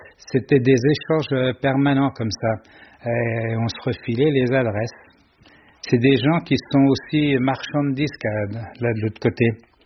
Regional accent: France; il n'y a que lui chez nous en France, hein, il n'y a que lui.

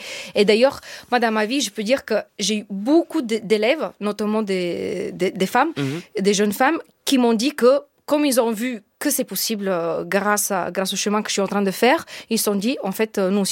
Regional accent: Bulgaria; French is a second language; moved away as an adult; now in France; En fait, j'ai grandi en Bulgarie, dans une famille de musiciens. Mon père était percussionniste, ma sœur aussi.

